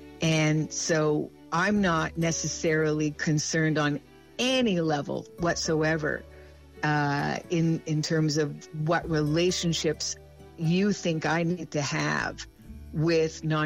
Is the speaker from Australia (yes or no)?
no; Ontario, Canada; from Six Nations of the Grand River. I'm Mohawk in Tuscarora, living and operating my Ojisto publishing label from Six Nations of the Grand River Territory.